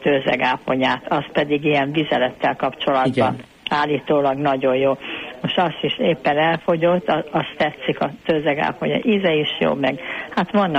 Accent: Budapest, Hungary; moved away as an adult; now in Zalaegerszeg, Hungary; én Budán laktam, most Zalaegerszegen élek, ide jöttem férhez

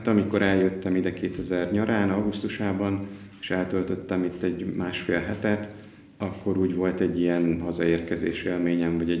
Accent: Komló, Baranya, Hungary; Én Komlón születtem, ami egy szocialista bányaváros, ugye Baranya megyében. Kisgyerekkoromban nem jártunk templomba, így családostul

